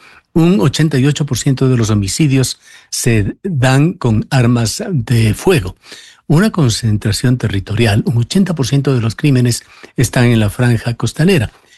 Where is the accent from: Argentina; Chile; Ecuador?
Ecuador; particularmente del que nos interesa a nosotros como ecuatorianos